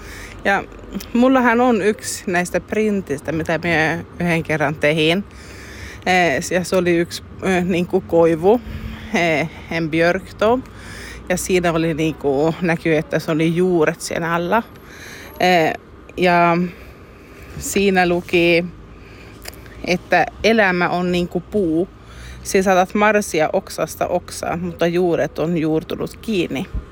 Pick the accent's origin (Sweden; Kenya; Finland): Sweden; Torne Valley, Norrbotten County; minun juuret on kauhean tärkeät tänne Torniolaaksoon.